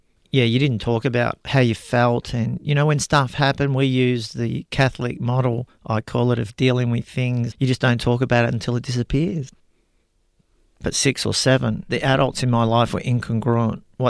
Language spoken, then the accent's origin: English; Melbourne, Victoria, Australia; I grew up in Melbourne, in a place called Seaford, which was a really horrible place. Tough housing commission area.